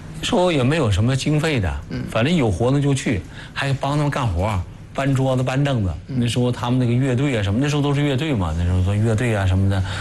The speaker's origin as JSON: {"language": "Chinese", "town": "Sheyang", "region": "Jiangsu", "country": "China", "said": "把我们射阳宣传"}